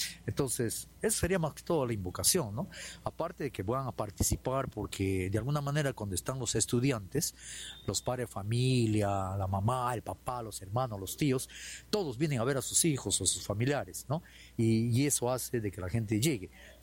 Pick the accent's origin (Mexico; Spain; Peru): Peru; nosotros como peruanos debemos tener ese sentimiento de amar a nuestra patria